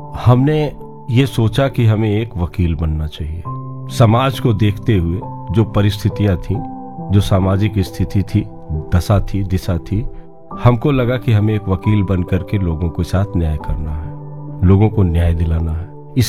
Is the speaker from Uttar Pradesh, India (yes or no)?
yes; Ikauna, Uttar Pradesh, India; also born or lived in Sahabganj railway housing (birthplace); मूलतः मैं श्रावस्ती डिस्ट्रिक्ट से बिलोंग करता हूँ। श्रावस्ती जिले में इकौना तहसील में कस्बे में मेरा पैतृक आवास है